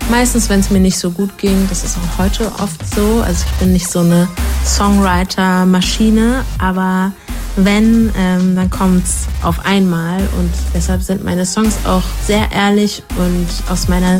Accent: Hamburg, Germany; aus Hamburg und meine Musik würde ich als melodisch, hoffnungsvoll und sehr ehrlich beschreiben.

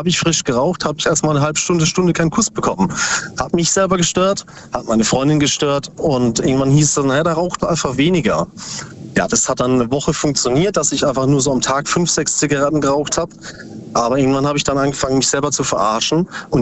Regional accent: Ubstadt-Weiher, Baden-Württemberg, Germany; Aus Upstadt-Weiher, nee, Bruchsal.

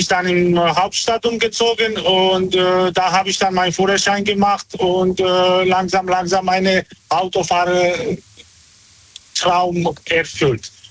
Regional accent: Georgia; Ich komme aus Georgien.

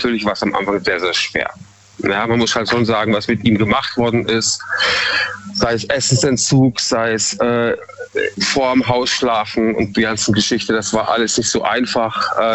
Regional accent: Munich, Bavaria, Germany; now in Freiburg, Germany; Also ich bin ursprünglich aus Bayern, mhm. Ja, Münchner Kindl. Und bewusst bin ich damals eben nach Eichstätten, also nach Freiburg gezogen, um mich einfach so ein bisschen zu distanzieren.

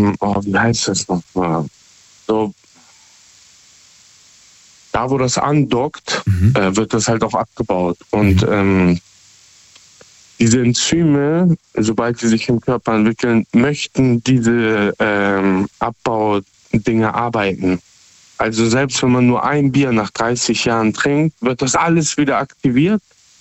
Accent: Hamburg, Germany; Ich komme aus Hamburg.

